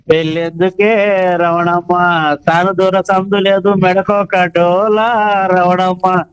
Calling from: Nandyal, Andhra Pradesh, India

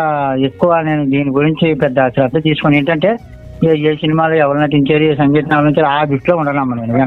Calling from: Kakinada district, Andhra Pradesh, India; మాది కాకినాడ జిల్లా దొరకాడమ్మా.

